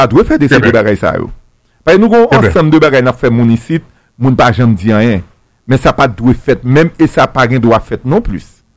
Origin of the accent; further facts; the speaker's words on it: Haiti; En tant que haïtien.